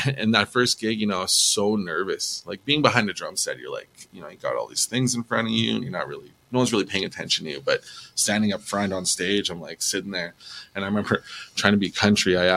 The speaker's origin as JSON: {"language": "English", "town": "Edmonton", "region": "Alberta", "country": "Canada", "tie": "born or raised there", "also_born_or_lived": "Buffalo Lake / Sherwood Park", "said": "In Buffalo Lake. I moved out here when I was six back to Edmonton. So I actually grew up in Elmwood, not too far from here, Calder."}